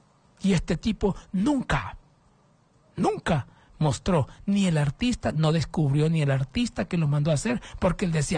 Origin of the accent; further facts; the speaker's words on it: Honduras; el satanismo ha conquistado muchos temores de mi pueblo Honduras.